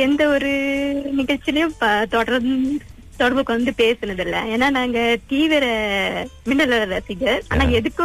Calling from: Taiping, Perak, Malaysia; நான் டைப்பிங் பேராலேருந்து பேசுறேன்.

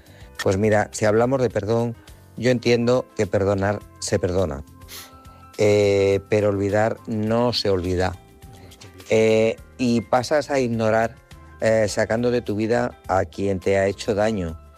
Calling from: Guadalajara, Castilla-La Mancha, Spain; de Guadalajara.

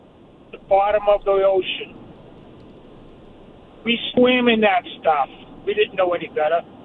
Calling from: Quincy, Massachusetts, United States; I'm from Quincy

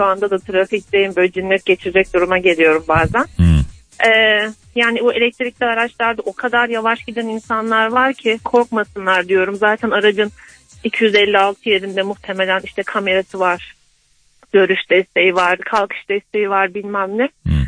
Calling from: Ankara, Turkey; Merhabalar … Ankara'dan.

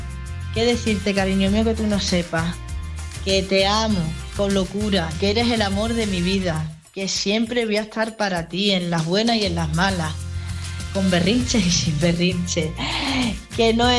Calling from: Badajoz, Extremadura, Spain; de Badajoz. Hoy me gustaría dedicarle … al hombre más importante y especial de mi vida

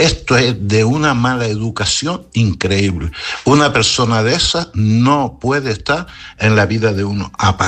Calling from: Canary Islands, Spain; desde Gran Canaria.

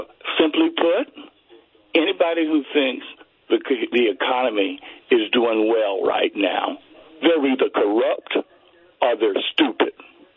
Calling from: North Carolina, United States

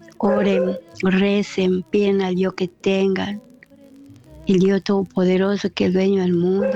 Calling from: Salta, Argentina; Hola Oscar, buenas noches a todos los oyentes y a tu equipo. … de Salta.

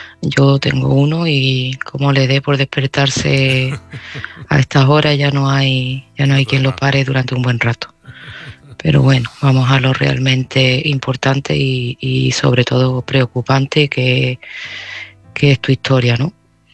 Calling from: Seville, Andalusia, Spain; de Sevilla y este mensaje va para Pedro.

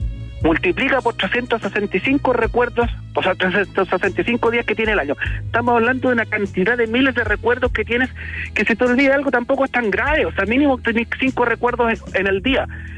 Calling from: Puerto Varas, Los Lagos, Chile; Yo vivo en Puerto Vara, pero mis papás están en Concepción y toda mi familia allá.

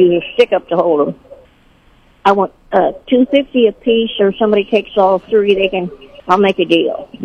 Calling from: Sedalia, Missouri, United States; I'm calling from Shadia.

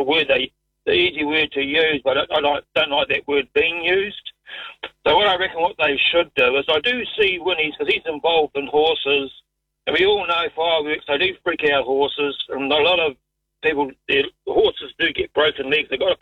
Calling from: New Zealand; No, we have dry seasons here too in the winter, in the summer, sorry, as well.

